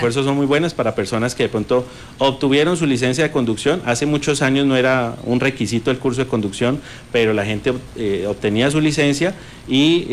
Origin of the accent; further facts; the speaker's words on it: Colombia; Van a haber muchos más trámites, y seguramente, como buenos colombianos, todo lo dejamos para última hora.